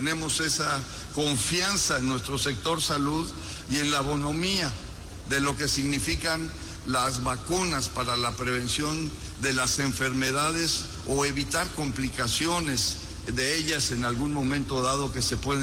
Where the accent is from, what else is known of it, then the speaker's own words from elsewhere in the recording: Mexico; Y nosotros como sociedad mexicana no debemos de perder ese enfoque